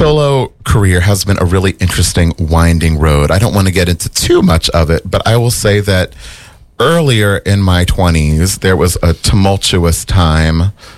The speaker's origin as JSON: {"language": "English", "town": "Wilmington", "region": "Delaware", "country": "United States", "tie": "born or raised there", "also_born_or_lived": "Boston", "moved": "yes", "said": "my hometown of Wilmington, Delaware. Big shout out to the 302."}